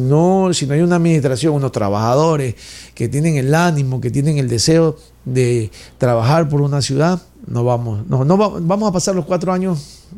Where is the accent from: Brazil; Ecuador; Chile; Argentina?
Ecuador; Manta, Manabí; born there; Yo soy cholito, yo soy nacido aquí en Manta. Claro, yo soy nacido en el Hospital Rodríguez Zambrano, en la 13 y la 24.